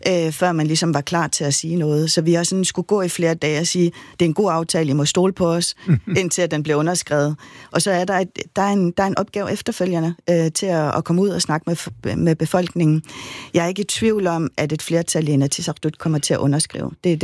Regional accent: Greenland; now in Greenland and Denmark; jeg var bare vokset op i hele min barndom og hele min ungdom i Grønland

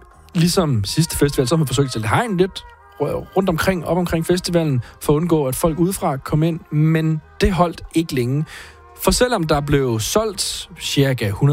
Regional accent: Herning, Central Denmark Region, Denmark; Jeg er fra Herning

